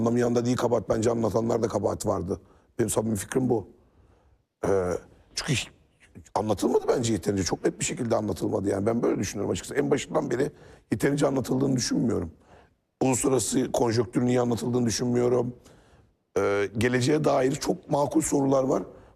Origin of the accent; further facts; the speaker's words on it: Central Anatolia, Turkey; Ben Orta Anadolu'luyum. O denizi görmeyen şeylerden bir çocuğum yani. Ve bu coğrafya çok terk edilmiş gibi bazen. Bu Orta Anadolu coğrafyası dediğimiz.